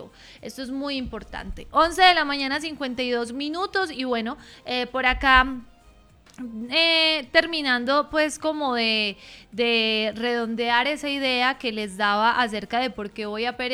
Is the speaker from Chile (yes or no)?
no; Colombia; vamos a estar todos unidos como colombianos